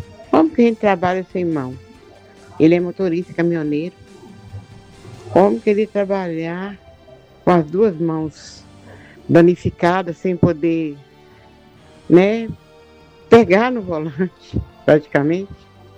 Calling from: Brazil; do bairro Palmeiras.

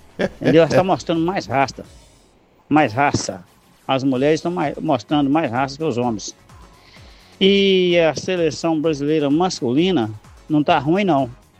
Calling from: Brazil; eu sou brasileiro.

